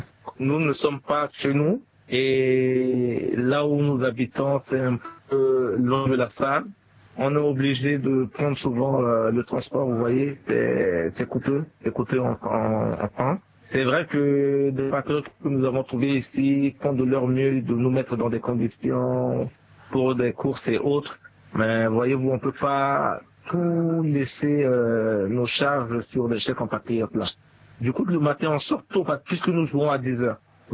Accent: Central African Republic

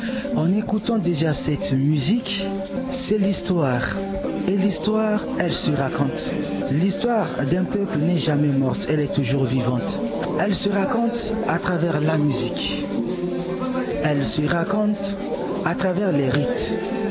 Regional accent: Central African Republic; chez moi en République centrafricaine

